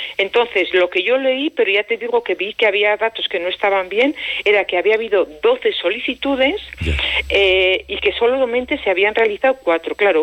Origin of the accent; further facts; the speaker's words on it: Navarre, Spain; yo soy de Navarra.